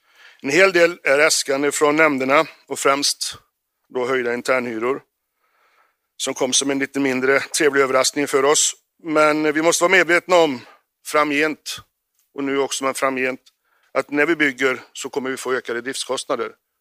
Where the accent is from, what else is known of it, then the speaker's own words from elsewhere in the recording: Arentorp, Västra Götaland County, Sweden; Och jag har lärt mig när jag säger att jag är från Varan. Det är jag ju inte för jag är från Arentorp.